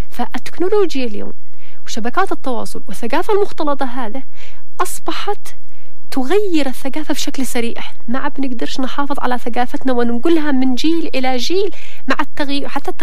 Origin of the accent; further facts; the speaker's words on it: Yemen; إحنا كمجتمع يمني